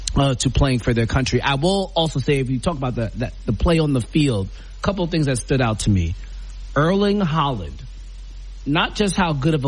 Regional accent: United States; I'm American, but my parents are Jamaican. So like as a Jamaican, I'm like, damn, we need to get up in this World Cup, man.

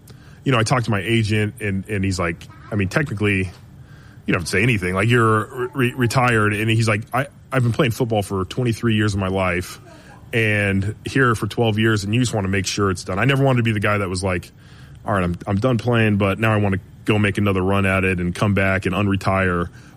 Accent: California, United States; now in Cleveland, United States; Yeah, you know, I am from Southern California, but I think if you look at my background and family, like, it's based off of, like, blue-collar hard work.

